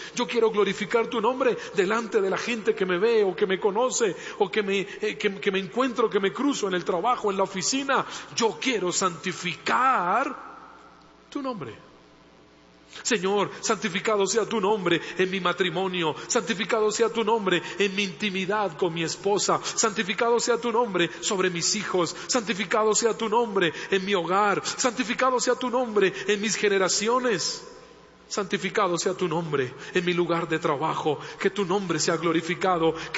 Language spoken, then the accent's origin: Spanish; Colombia; que en mi tierra, que en Colombia y en las naciones de la tierra, su nombre sea santificado.